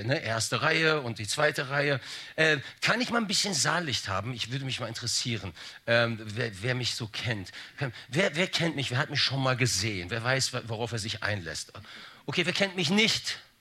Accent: Bonn, North Rhine-Westphalia, Germany; also born or lived in Bielefeld; ich bin in Bonn-Tannenbusch aufgewachsen.

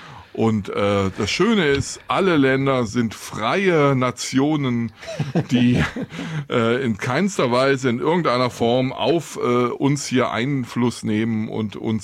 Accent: Germany; wir als Deutsche, wenn man das denn noch sagen darf

